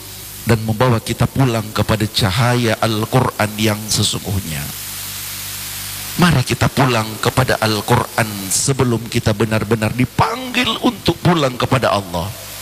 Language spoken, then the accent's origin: Indonesian; Gorontalo, Indonesia; kita sebagai orang Gorontalo